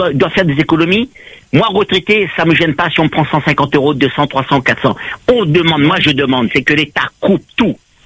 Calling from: Réunion; Je fais 3 mois à l'étranger et je fais 9 mois à La Réunion.

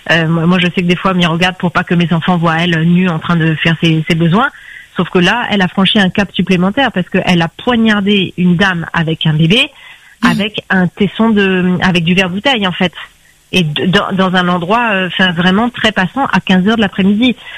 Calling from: Saint-Pierre, Réunion; j'habite à Saint-Pierre en centre-ville près du front de mer

